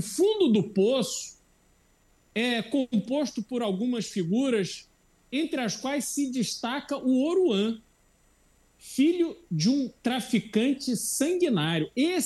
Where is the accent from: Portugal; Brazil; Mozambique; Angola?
Brazil; nós, como brasileiros conscientes que somos